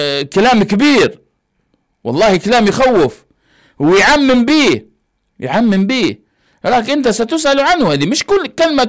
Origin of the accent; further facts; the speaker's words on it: Libya; احنا في ليبيا